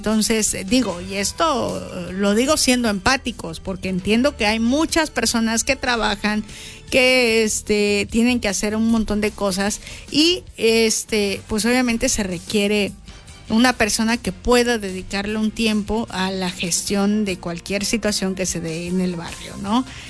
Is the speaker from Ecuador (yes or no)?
no; Mexico; como buenos mexicanos nos conocemos y sabemos cómo somos